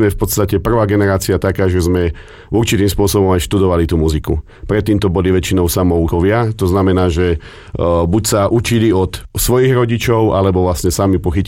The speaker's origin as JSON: {"language": "Slovak", "town": "Hriňová", "region": "Banská Bystrica Region", "country": "Slovakia", "said": "pochádzame z Hriňovej, to je vlastne Podpoľanie, to je malé mestečko v okrese Detva."}